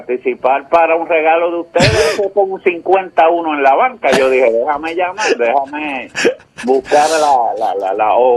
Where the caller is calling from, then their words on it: San Juan, Puerto Rico